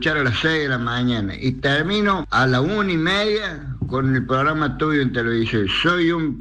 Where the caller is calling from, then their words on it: Pilar, Córdoba, Argentina; de aquí de Pilar, soy de Pilar, provincia de Córdoba.